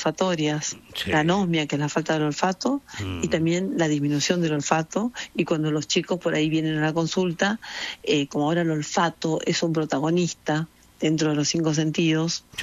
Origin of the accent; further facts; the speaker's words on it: Corrientes, Argentina; moved away as an adult; now in Buenos Aires, Argentina; No, ¿sabes que yo soy de la UNE? Soy de la Universidad Nacional del Nordeste porque soy correntina.